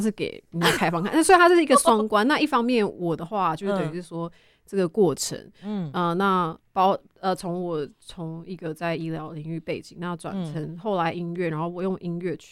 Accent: Taiwan; moved away; 比如说我在国外，但是我可能也代表一些我自身文化，比如说我来自台湾啊。

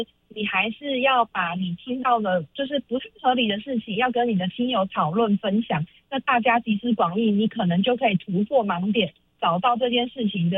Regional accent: Taiwan; 就是因为就是我们台湾人太喜欢讨论政治议题了

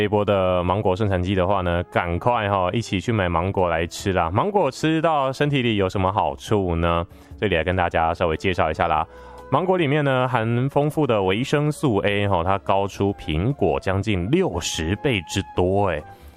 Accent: Taiwan; 让我们台湾人呢可以吃得津津有味

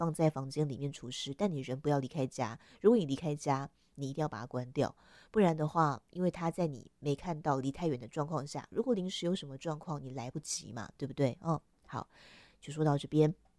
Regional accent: Taipei, Taiwan; 我们台北人

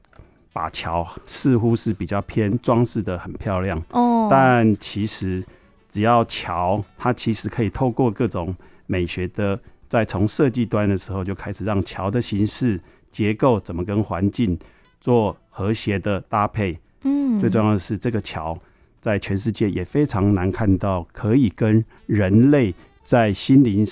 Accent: Taiwan

